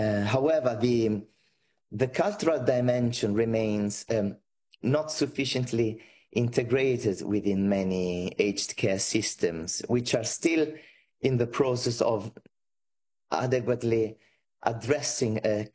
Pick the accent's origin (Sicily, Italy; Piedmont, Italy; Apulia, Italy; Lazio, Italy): Lazio, Italy; Rome; I grew up in Rome, but I have Calabrian origins.